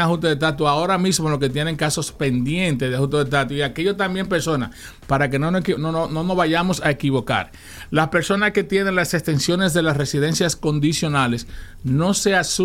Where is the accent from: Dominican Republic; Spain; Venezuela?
Dominican Republic; Eso no somos los dominicanos.